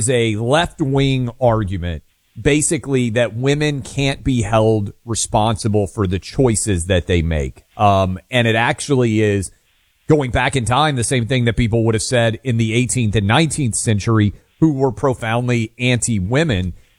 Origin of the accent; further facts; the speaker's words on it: Tennessee, United States; But you can play also in my home state of Tennessee